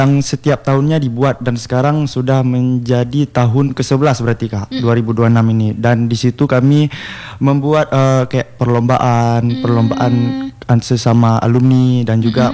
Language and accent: Indonesian; Aceh, Indonesia; Kalau asal asli Aceh Barat, Kak.